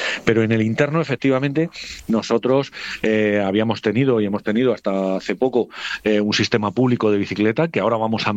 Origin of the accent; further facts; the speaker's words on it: Alquerías, Region of Murcia, Spain; yo te pongo el ejemplo mío personal, si yo soy de Alquerías y tengo que venir a Murcia y me sale un autobús cada hora